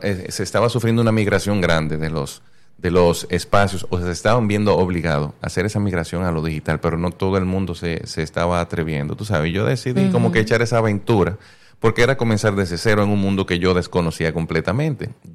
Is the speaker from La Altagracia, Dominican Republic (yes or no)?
no; Santiago de los Caballeros, Santiago, Dominican Republic; born there; Yo soy de Santiago, nacido acá en Santiago de los Caballeros.